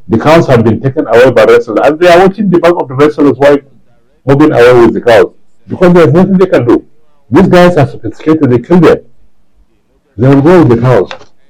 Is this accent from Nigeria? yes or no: yes; Nigeria